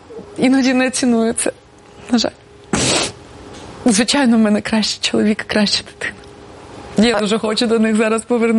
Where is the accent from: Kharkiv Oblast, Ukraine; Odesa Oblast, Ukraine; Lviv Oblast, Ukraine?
Kharkiv Oblast, Ukraine; Kharkiv; Звичайно. Я віце-королева Харкова 94.